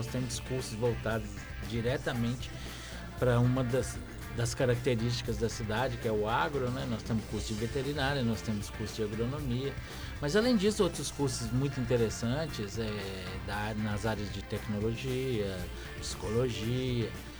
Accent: Minas Gerais, Brazil; moved away as an adult; also born or lived in Divinópolis; now in Itumbiara, Brazil; Eu sou mineiro.

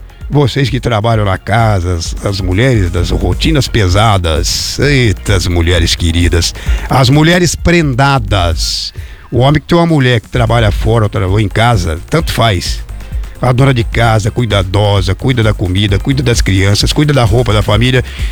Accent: Jacarezinho, Paraná, Brazil; now in Santo Antônio da Platina, Brazil; Jacarezinho, minha terra natal.

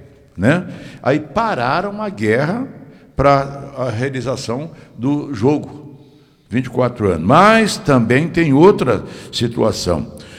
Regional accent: Brazil

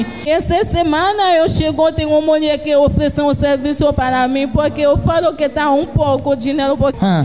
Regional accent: Haiti; Portuguese is a second language; sou haitiana.

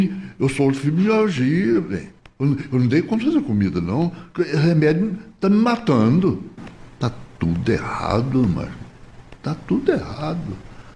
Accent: Minas Gerais, Brazil; Ah, sou mineiro, né?

